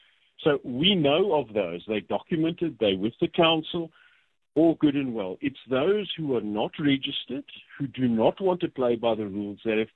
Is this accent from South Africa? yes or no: yes; South Africa; I'm a South African.